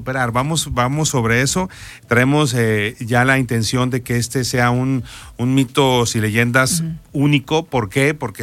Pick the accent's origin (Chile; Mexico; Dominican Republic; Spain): Mexico